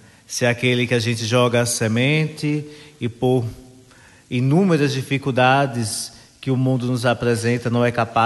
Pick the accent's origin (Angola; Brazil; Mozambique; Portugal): Brazil; Northeast Region; para nós que somos do Nordeste, né?